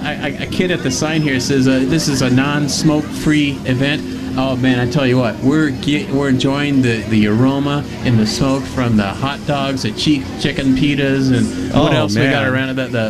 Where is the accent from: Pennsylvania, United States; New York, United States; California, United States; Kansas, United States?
Kansas, United States; moved away; I don't remember corn growing up in Kansas